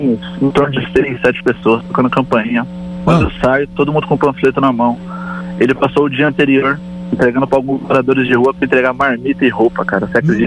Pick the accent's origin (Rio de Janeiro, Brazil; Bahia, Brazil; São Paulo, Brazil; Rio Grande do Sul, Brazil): São Paulo, Brazil; Caieiras; sou de Caieiras.